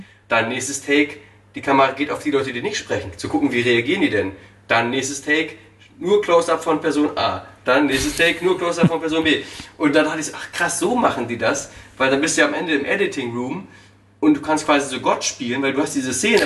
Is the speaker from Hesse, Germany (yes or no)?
no; Osnabrück, Lower Saxony, Germany; Also ich komme aus Osnabrück, Norddeutschland.